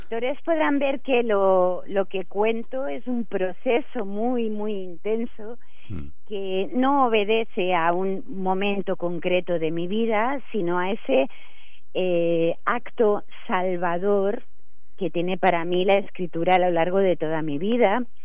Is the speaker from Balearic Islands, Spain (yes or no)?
yes; Mallorca, Balearic Islands, Spain; also born or lived in Barcelona; now in Mallorca, Spain; yo soy mallorquina, pero he vivido 28 años en Barcelona, y justo lo encontré cuando había regresado a Mallorca.